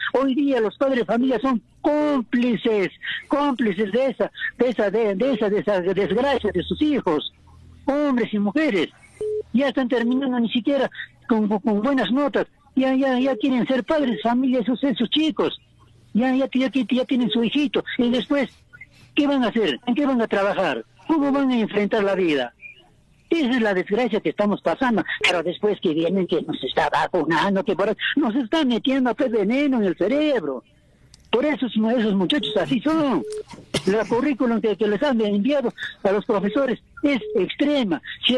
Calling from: Peru; Y eso es lo que estamos esperando los peruanos.

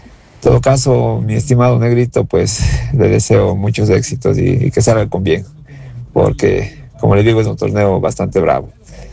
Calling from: Cuenca, Azuay, Ecuador; como dicen, decimos los cuencanos.

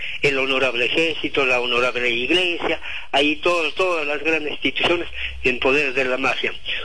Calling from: Cajamarca, Peru; de acá, de Cajamarca.

